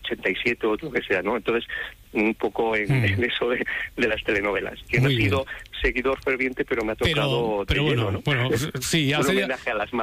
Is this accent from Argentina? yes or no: no; Castile and León, Spain; now in Alcalá de Henares, Spain; Mira, estoy en Alcalá, es un culebrón ya en sí, pero yo soy de Torto de Llega, de Burgos, y te mando un saludo de nuestra tierrilla.